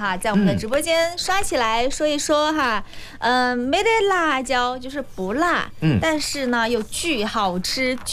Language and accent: Chinese; Sichuan, China; 作为一个四川人